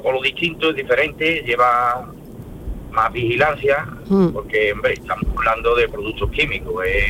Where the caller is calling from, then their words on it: Seville, Andalusia, Spain; Yo estoy ahora mismo aquí en Sevilla, en la S30